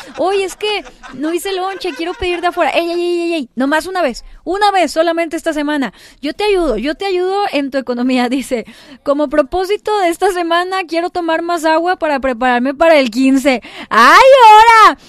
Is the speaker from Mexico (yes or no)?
yes; Mexico; esas fiestas que nos unen como mexicanos